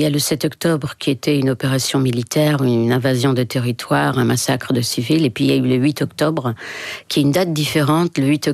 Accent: Morocco; Oui, je décris ce sentiment quand j'étais enfant au Maroc.

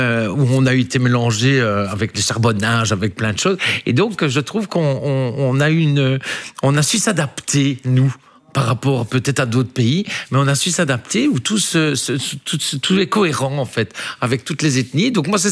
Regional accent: Belgium; Ah, moi, je suis un Belge pur souche. Donc, je suis fan de tout ce qu'on fait en Belgique et surtout nos artistes.

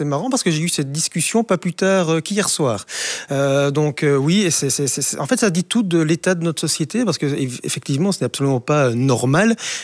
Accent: Brussels, Belgium; Moi, je pense que si je suis une Bruxelloise. Il y a clairement des parcs que j'évite du côté de Bruxelles.

